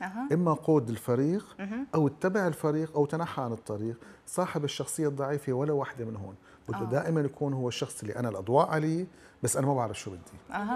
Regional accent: Syria; هلا أنا بشوف نحن كسوريين تحديدا بحاجة لكل لحظة فرح

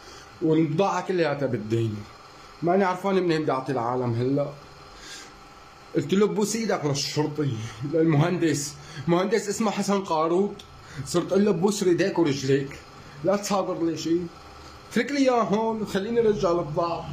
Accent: Egypt; now in Syria; انا مواطن مصري، ما لي علاقه لا بالنظام ولا لي علاقه بهدول ولا بهدنك ولا بحدا

